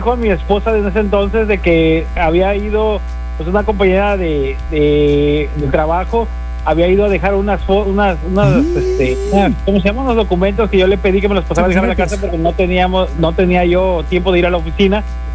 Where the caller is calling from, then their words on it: Veracruz, Mexico; de Veracruz, ¿cómo están?